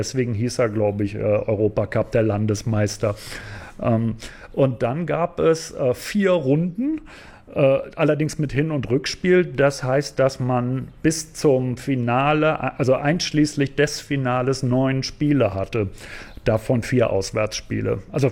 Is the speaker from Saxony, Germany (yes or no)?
no; Berlin, Germany; Also ich bin selber aus Berlin